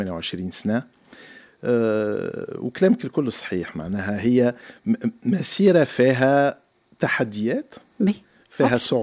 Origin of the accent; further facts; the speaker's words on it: Gafsa, Gafsa Governorate, Tunisia; moved away as an adult; also born or lived in France; هي البداية بطبيعة الحال من قفصة. أنا مولود في قفصة وعملت الابتدائي والثانوي في التعليم العام في قفصة، وخرجت عام 87